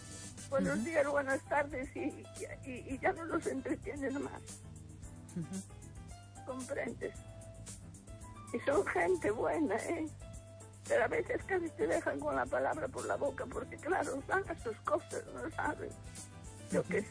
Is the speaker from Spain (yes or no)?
yes; Ourense, Galicia, Spain